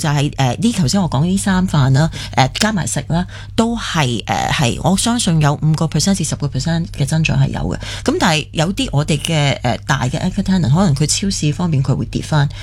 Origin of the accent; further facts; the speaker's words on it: Hong Kong; 我哋香港人